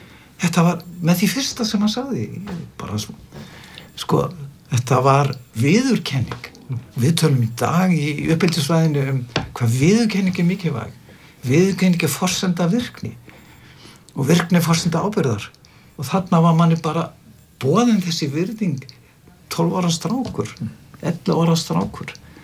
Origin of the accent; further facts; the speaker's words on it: Stóragiljá, Northwestern Region, Iceland; Ég var uppalinn svona hálfuleiti á Stórgiljá, norður Húnaþingi